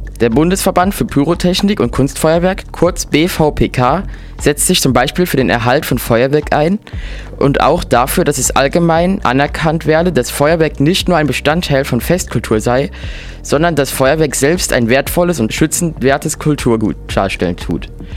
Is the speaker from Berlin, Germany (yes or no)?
no; Dresden, Saxony, Germany; bin aus Dresden.